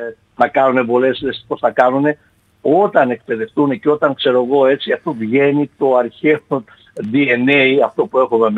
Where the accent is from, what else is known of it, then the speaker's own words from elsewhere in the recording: Epirus, Greece; Στην πατρίδα μου την Ήπειρο.